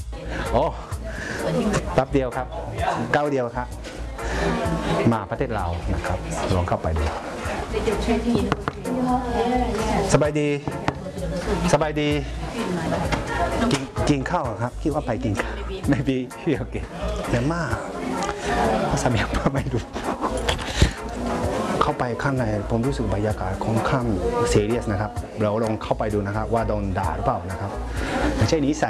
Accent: Thailand; English is a second language; Yeah, I'm fine. I'm come from Thailand.

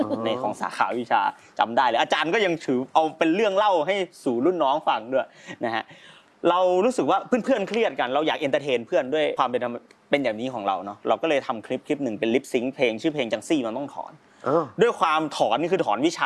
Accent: Isan, Thailand; moved away as an adult; now in Bangkok, Thailand; ด้วยความเป็นเด็กอีสาน

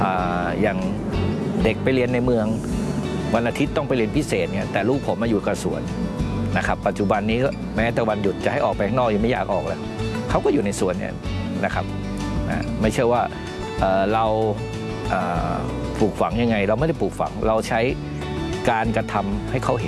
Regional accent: Nonthaburi, Thailand; เราเป็นคนนนท์

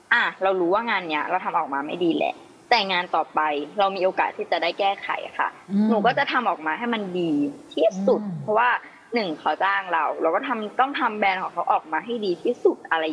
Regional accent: Phang Nga, Thailand; หนูต้องบอกว่าแม่หนูเป็นคนอีสานค่ะอุดรค่ะแต่พ่อต้องอยู่ภาคใต้ค่ะ

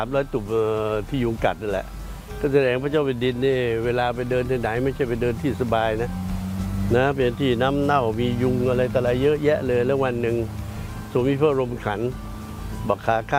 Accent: Phetchaburi, Thailand; born there; ได้บ้านในบ้านตัวเองนะที่จังหวัดเพชรบุรีเพราะปู่เกิดที่จังหวัดเพชรบุรี

